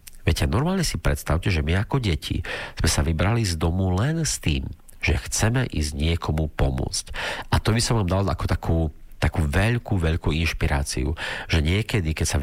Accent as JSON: {"language": "Slovak", "town": "Bardejov", "region": "Prešov Region", "country": "Slovakia"}